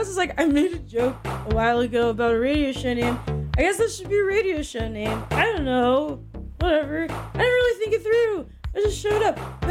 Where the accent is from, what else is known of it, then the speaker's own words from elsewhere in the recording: Fairfield, California, United States; When I was growing up in Fairfield, they made us go on a field trip of juvie.